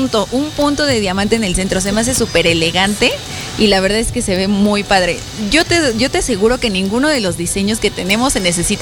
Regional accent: Mexico

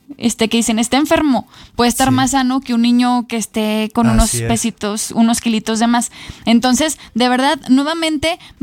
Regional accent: Mexico

